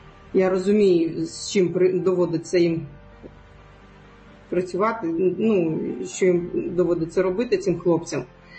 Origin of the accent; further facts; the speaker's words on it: Crimea, Ukraine; Я кримська татарка, ми мусульмані всі.